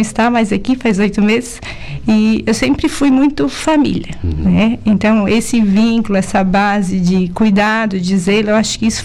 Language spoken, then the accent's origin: Portuguese; Meleiro, Santa Catarina, Brazil; eu sou do interior do município de Meleiro, sou filha de agricultor, filha de mãe, professora.